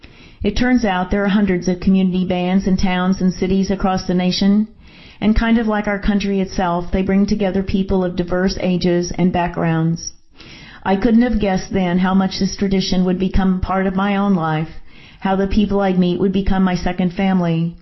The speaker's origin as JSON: {"language": "English", "town": "Owensboro", "region": "Kentucky", "country": "United States", "tie": "born or raised there", "said": "Owensboro, Kentucky. There's a landmark in my hometown, Owensboro, Kentucky."}